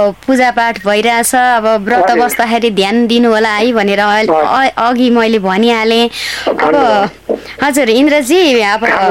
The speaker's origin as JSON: {"language": "Nepali", "area": "Nuwakot", "region": "Bagmati", "country": "Nepal", "tie": "born or raised there", "said": "म नुवाकोटको हो नुवाकोट घर अनि मेरो पढाइ सबै मकवानपुरबाट भएको हो म सबै जिल्लाको भन्न रुचाउँछु म नेपालको छोरी यति भनौँ है"}